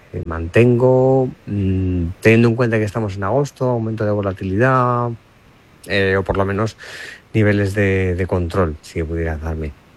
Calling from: Valencia, Valencian Community, Spain; de Valencia.

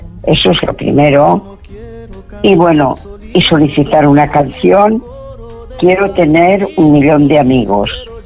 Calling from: Gandia, Valencian Community, Spain; de Gandía.

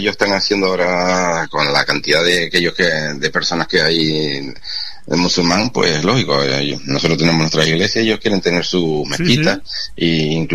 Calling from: Lanzarote, Canary Islands, Spain

